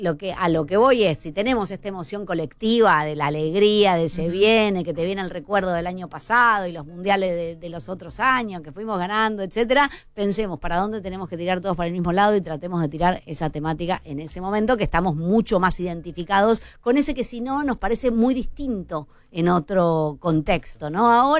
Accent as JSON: {"language": "Spanish", "country": "Argentina", "said": "somos todos argentinos, eso está claro"}